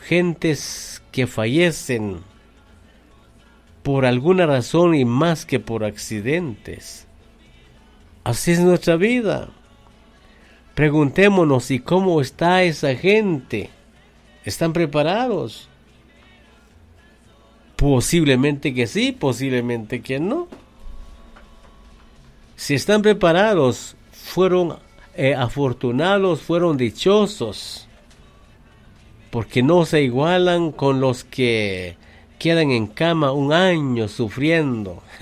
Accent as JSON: {"language": "Spanish", "country": "Guatemala", "said": "los guatemaltecos podemos alabar al Señor"}